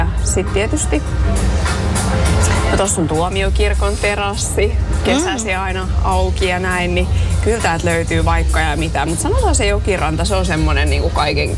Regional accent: Raisio, Southwest Finland, Finland; Mä oon siis itse Raisiosta ja asunutkin siellä aina, mutta mä oon itse asiassa päivätöissä täällä Turun keskustassa, pankissa.

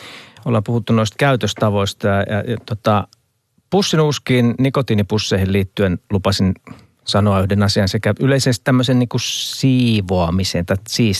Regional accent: Luumäki, South Karelia, Finland; kotikunnassani Luumäellä

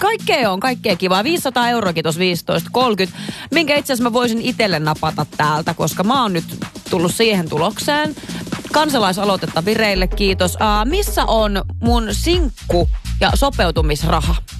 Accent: Oulu, North Ostrobothnia, Finland; moved away; mulla tulee koti-ikävä, äiti-ikävä ja haluan lähteä Ouluun.

